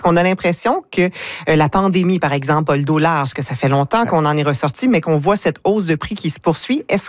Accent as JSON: {"language": "French", "region": "Atlantic Canada", "country": "Canada", "said": "chez nous en Atlantique"}